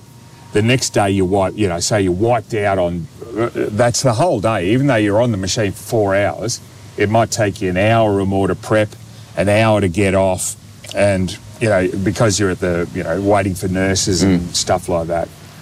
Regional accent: Queensland, Australia; I grew up on the Sunshine Coast, and there was a little clique of mates who were into a lot of British punk at the time.

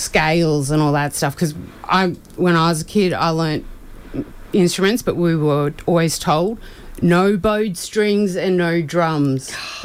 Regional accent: New South Wales, Australia; I'm from somewhere near Tathra, and Tathra's like our closest town in New South Wales.

